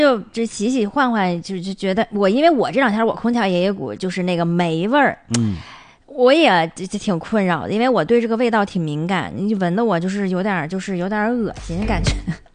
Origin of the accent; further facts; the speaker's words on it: Northeast China, China; 咱们东北话比较霸劲啊。